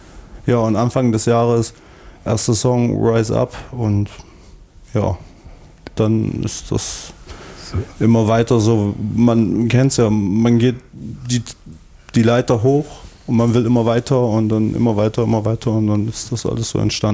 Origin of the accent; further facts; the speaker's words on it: Erfurt, Thuringia, Germany; born there; Ja, ich bin geboren hier in Erfurt. Geboren. Nur meine Eltern, also meine Mom kommt auch aus Deutschland und mein Vater kommt ursprünglich aus Mosambik.